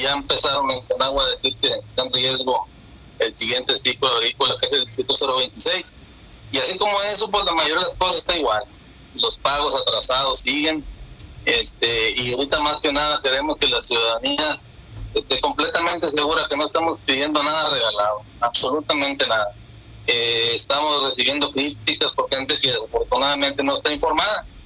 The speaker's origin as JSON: {"language": "Spanish", "country": "Mexico", "said": "y pues todos somos mexicanos, estamos muy ofendidos"}